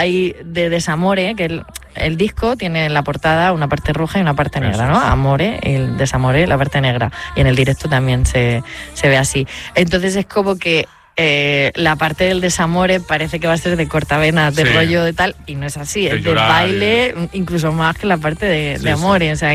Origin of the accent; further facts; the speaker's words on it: Murcia, Region of Murcia, Spain; moved away; also born or lived in Madrid; en mi Murcia querida